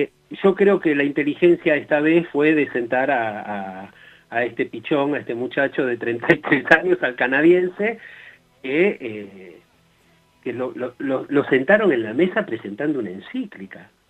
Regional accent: Argentina; y más en países como Argentina, todavía estamos en un catolicismo más pietista

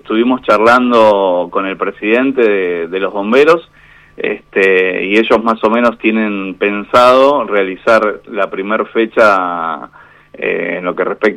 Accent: San Francisco Solano, Buenos Aires Province, Argentina; en San Francisco Solano. Soy nacido y criado en San Francisco Solano.

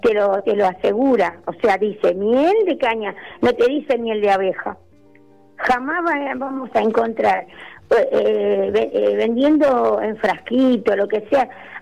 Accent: Tucumán, Argentina; Acá hablar sobre el tema de la miel, porque yo soy tucumana.

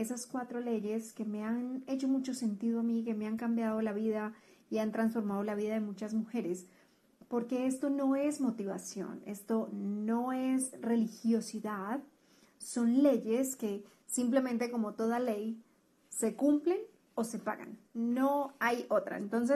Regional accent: Colombia; now in Guadalajara, Mexico; colombiana viviendo en Guadalajara, México.

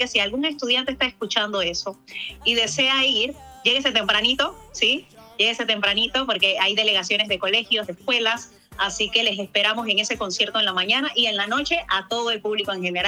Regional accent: Colón, Panama; en el momento que salimos a representar a Panamá, y no solamente a Panamá, sino a Colón, cuando salimos con nuestra gira de Colón para el mundo.

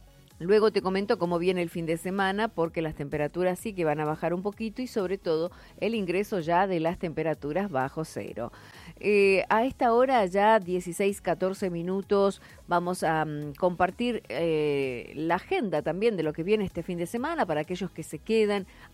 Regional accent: Argentina

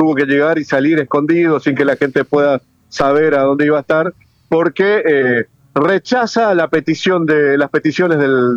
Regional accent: Entre Ríos, Argentina; los que somos trabajadores del Estado provincial

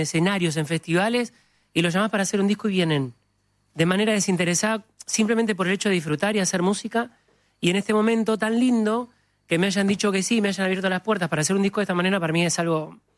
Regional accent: Argentina; por lo que significa la cumbia como argentino

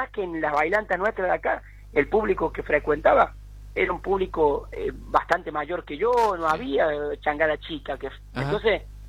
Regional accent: Sebastián Elcano, Córdoba, Argentina; born or raised there

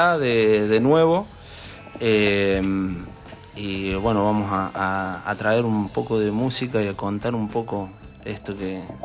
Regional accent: Córdoba, Argentina; moved away as an adult; Soy de Córdoba capital, sí, hace ya 9 años que vivo acá.

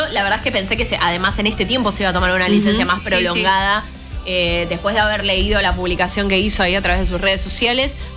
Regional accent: Argentina; somos argentinos

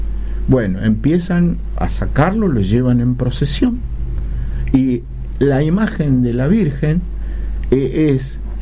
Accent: Salta, Argentina; yo soy salteño por esto.

